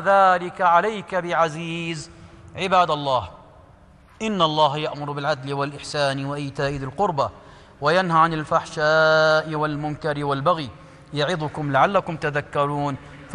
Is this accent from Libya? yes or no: no; Jordan; بلدنا الأردن